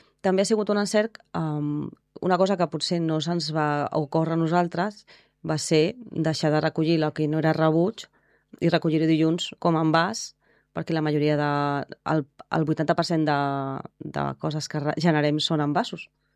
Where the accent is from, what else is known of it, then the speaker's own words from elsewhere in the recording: Sant Feliu, Catalonia, Spain; al final és el meu poble i de la meva família.